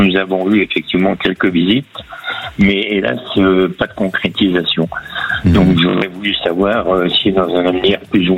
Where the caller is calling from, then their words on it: Hauts-de-France, France; Du Pas-de-Calais.